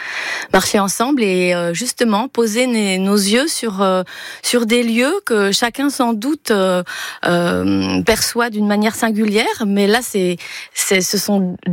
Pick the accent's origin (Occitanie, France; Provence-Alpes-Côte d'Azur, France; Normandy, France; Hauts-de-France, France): Provence-Alpes-Côte d'Azur, France; Grasse; j'ai grandi à Grasse.